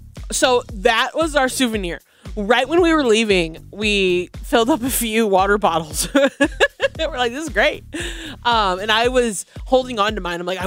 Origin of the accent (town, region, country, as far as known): Illinois, United States; born or raised there; moved away